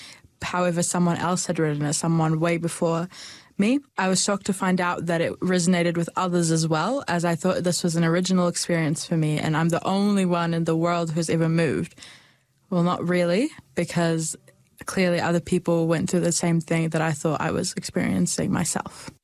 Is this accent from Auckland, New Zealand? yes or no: no; Dunedin, Otago, New Zealand; also born or lived in Hebron, Palestine; I am originally from Hebron, which is in the West Bank in Palestine, and I go to Queens High School. And I was born and raised in Dunedin, although we have lived here and there in Palestine and Dunedin at different stages of my life.